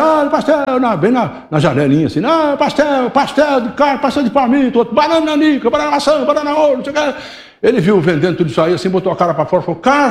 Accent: São Joaquim da Barra, São Paulo, Brazil; o trem chegou em São Joaquim da Barra, que é a minha terra. O trem parou lá, que era Mogiana, vinha de Uberlândia. Parou o trem lá e a minha terra era a terra da banana

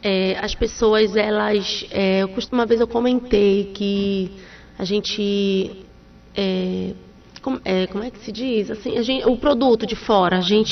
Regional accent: Belém, Pará, Brazil; born there; Sou de Belém.

